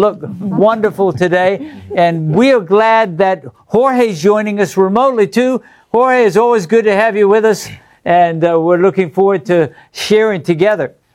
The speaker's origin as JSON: {"language": "English", "country": "Zambia", "said": "I'm from Zambia."}